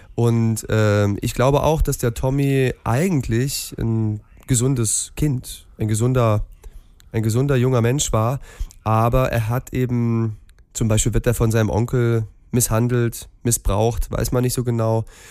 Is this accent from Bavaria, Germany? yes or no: no; Saxony, Germany; accent: Saxon; Aber ich bin ja nun mal in Sachsen aufgewachsen. Das heißt, ich würde nicht sagen, ich rede jetzt irgendwie harten Dialekt